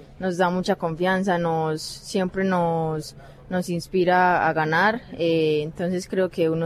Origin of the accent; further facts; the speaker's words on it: Bello, Antioquia, Colombia; born there; now in Girardota, Colombia; Sí, nací en Bello, pero vivo en un municipio de Medellín, se llama Girardota